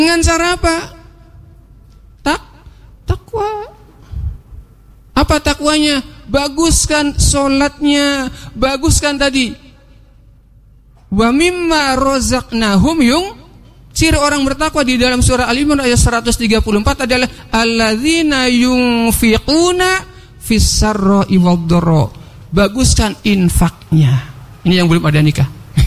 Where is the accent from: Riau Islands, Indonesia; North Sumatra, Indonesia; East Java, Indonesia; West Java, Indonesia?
West Java, Indonesia; Indramayu; Walaupun saya orang Indramayu, dapat beasiswa orang Bandung gitu ya, alhamdulillah.